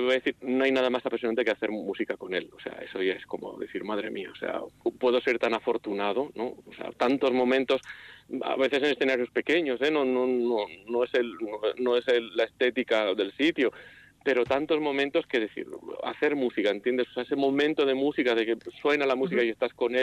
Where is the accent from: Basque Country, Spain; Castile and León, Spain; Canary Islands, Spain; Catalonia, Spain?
Basque Country, Spain; Vitoria; somos una familia de Saramaga y que hemos crecido en Vitoria y bueno, pues hay cosas de nuestra tierra que nos gustan, otras que no nos gustan tanto